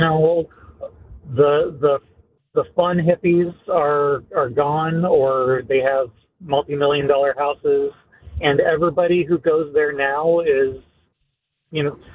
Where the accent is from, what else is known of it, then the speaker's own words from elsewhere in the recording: Ohio, United States; also born or lived in California; now in Westchester, Illinois, United States; So my wife and I are original Midwesterners. I grew up in Ohio. She grew up in Minnesota. But we spent about 10 years in California.